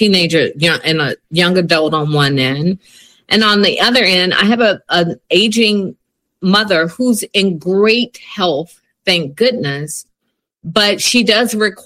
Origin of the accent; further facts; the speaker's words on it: Atlanta, Georgia, United States; I value Metro Atlanta, born and raised in Atlanta